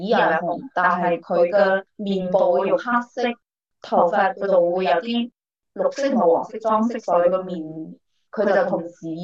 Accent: Guangdong, China; 佢就其实背后都系人哋，即系我哋广东人对富裕生活嘅呢啲心理。

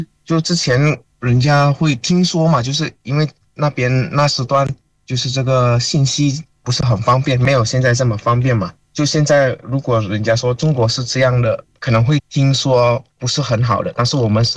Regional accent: Indonesia; 因为我们从小，尤其那时候我们小的时候，可能大家都听过98年的事情，然后那时候我才5岁，然后我们开始小学的时候，我们班里面这有4到5个华裔的小孩啊，包含我

